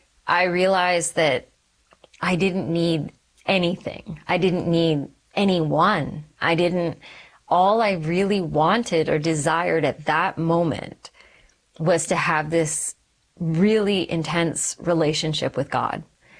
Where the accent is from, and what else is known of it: Texas, United States; born or raised there; also born or lived in Calgary, Canada / Sri Lanka